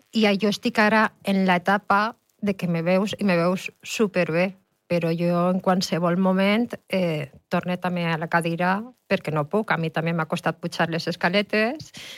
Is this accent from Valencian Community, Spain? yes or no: yes; Tavernes de la Valldigna, Valencian Community, Spain; De Tavernes, de la Valldigna.